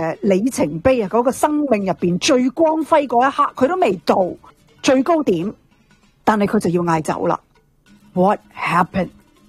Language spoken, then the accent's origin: Cantonese; Canada